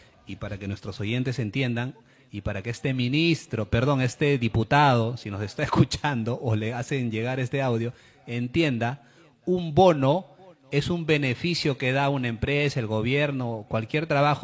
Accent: Peru

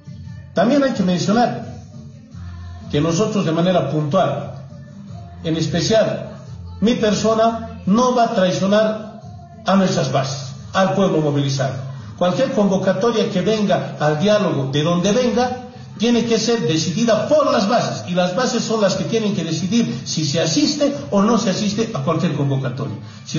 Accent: Bolivia

